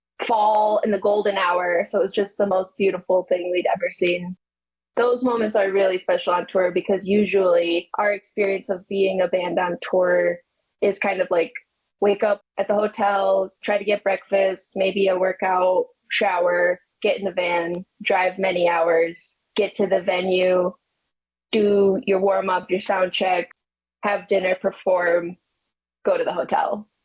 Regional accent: Michigan, United States; you know, we're from Michigan, so dolphin sightings are, you gotta pay for those.

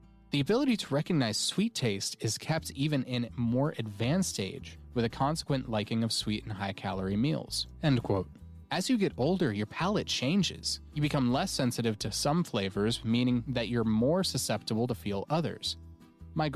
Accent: Colorado, United States; moved away as an adult; now in Adelaide, Australia; you can probably tell that I'm not an Australian. I'm from the colorful centennial state in the US of A, Colorado.

